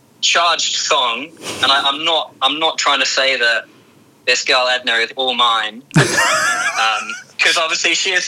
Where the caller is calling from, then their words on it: Melbourne, Victoria, Australia; from Melbourne.